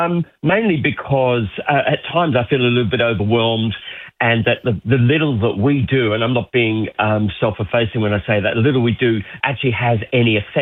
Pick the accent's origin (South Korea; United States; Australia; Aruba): Australia; And we'll say from Australia, and they'll say, thank you so much. When we cross the borders, the guards, where are you from? Australia.